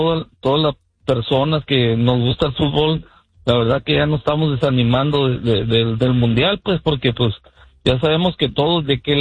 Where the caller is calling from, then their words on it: San Diego, California, United States; Estoy hablando aquí de San Diego, California.